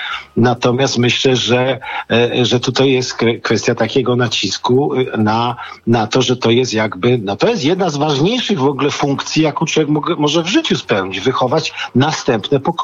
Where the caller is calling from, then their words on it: Kraków, Lesser Poland, Poland; z Krakowa